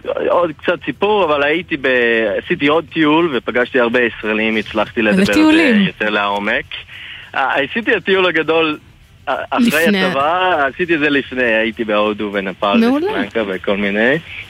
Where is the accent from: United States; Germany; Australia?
Australia; Hebrew is a second language; moved away as an adult; now in Israel; כל המשפחה של אבא שלי פה בארץ, אז כן, נולדתי וגדלתי באוסטרליה, אבל כל שנתיים, שלוש שנים אנחנו באנו לפה לבקר סבתא, דוד, דודה